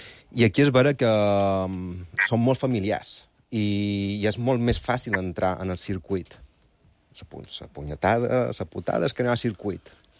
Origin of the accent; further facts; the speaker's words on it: Balearic Islands, Spain; now in Catalonia, Spain; I jo vaig arribar, som mallorquí, però vaig arribar de l'Institut del Teatre amb 28 anys